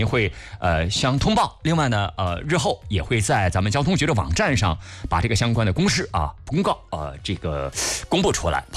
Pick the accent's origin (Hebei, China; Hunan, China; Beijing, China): Hebei, China; 作为一个河北人来讲的话，可能对云浮真的不太熟悉和了解。